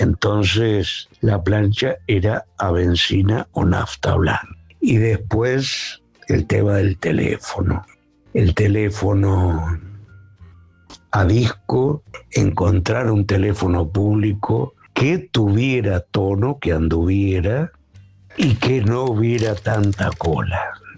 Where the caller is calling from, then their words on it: Santa Fe, Argentina; de Santa Fe.